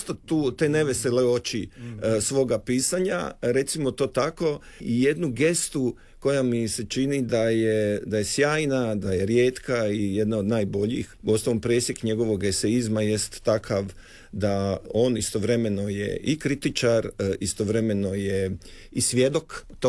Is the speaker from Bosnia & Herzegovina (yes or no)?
no; Slavonia, Croatia; kako dolazim iz Slavonije podrijetlom